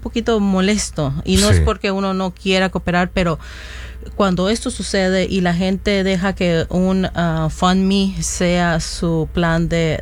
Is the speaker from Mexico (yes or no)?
yes; Mexico; moved away; yo soy de México, mi mamá es de Michoacán